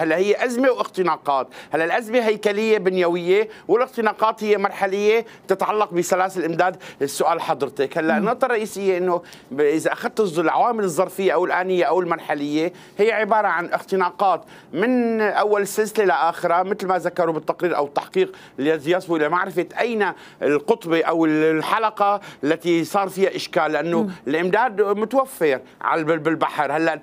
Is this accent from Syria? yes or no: yes; Syria; احنا استعدنا الحقول كلياتنا كسوريين